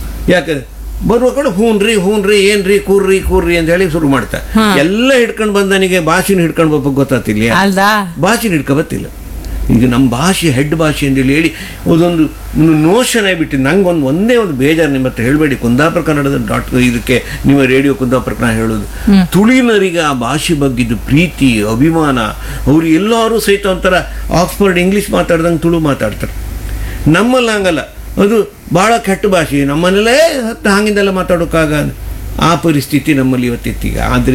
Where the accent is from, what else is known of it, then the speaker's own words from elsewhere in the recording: Karnataka, India; accent: Kundapura Kannada; ಖಂಡಿತ, ಕುಂದಾಪುರ ಕನ್ನಡ ಉಳಿಕ ಸಾಧ್ಯ.